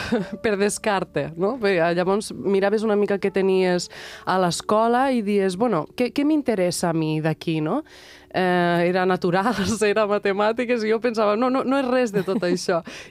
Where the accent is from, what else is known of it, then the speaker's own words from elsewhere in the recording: Tortosa, Catalonia, Spain; a Tortosa, després, bueno, a la meva ciutat natal